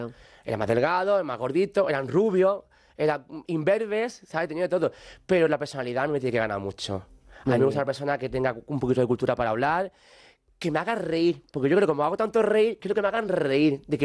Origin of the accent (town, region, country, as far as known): Andalusia, Spain